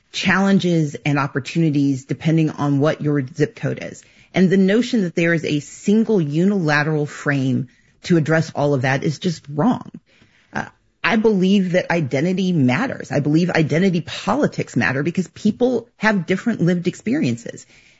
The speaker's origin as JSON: {"language": "English", "region": "Mississippi", "country": "United States", "tie": "born or raised there", "also_born_or_lived": "Georgia", "said": "I'm from the Deep South. So I grew up in Mississippi, came of age in Georgia."}